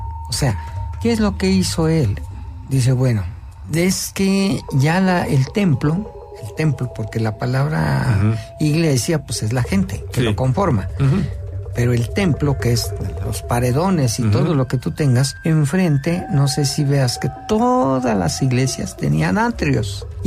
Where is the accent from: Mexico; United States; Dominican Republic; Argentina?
Mexico